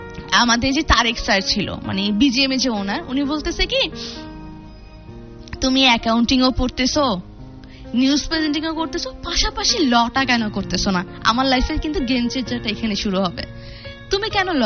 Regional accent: Dhaka, Dhaka Division, Bangladesh; আমার আম্মুর বাড়ি ছিল, আমার বাড়ি হচ্ছে নাজিরা বাজারে আলুপট্টিতে, আমার নানা ভাইরা আড়তদার, সৈয়দ হাসান বললে সবাই চিনে।

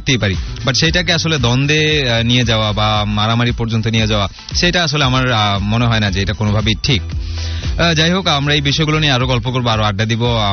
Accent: Bangladesh; আমরা বাংলাদেশি, আমাদের ন্যাশনালিটি বা আমাদের জাতীয়তা টোটালি ডিফারেন্ট।

